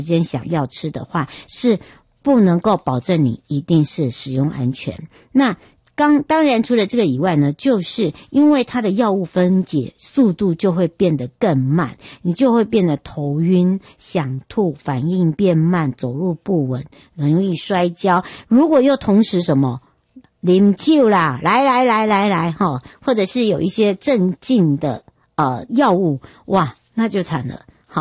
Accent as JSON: {"language": "Chinese", "country": "Taiwan", "tie": "born or raised there", "said": "带回来的时候要回到我的故乡花东纵谷"}